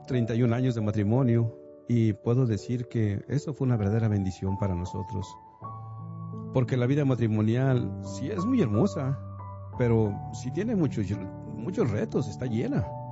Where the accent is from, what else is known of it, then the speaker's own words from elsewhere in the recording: Guanajuato, Mexico; nosotros los dos somos mexicanos, sí, pero venimos de diferentes estados. Por ejemplo, mi esposa Conchita es de Zacatecas, yo soy de Guanajuato.